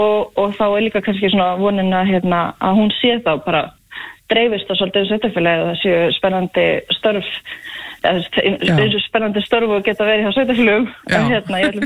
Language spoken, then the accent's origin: Icelandic; Hella, Southern Region, Iceland; Nei, ég er það alls ekki ég er sönnlendingur, ég er uppalinn á Helli fluttið hingað 2018